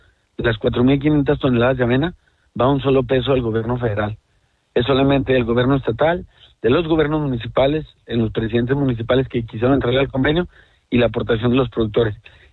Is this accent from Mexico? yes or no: yes; Mexico; le hablo como mexicano